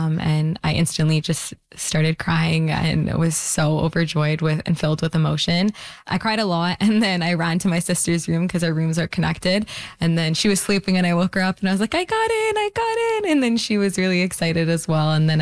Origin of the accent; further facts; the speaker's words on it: Peel, Ontario, Canada; growing up in Peel, I've seen the need. You know, there's over 800,000 residents. There's one hospital that serves the community.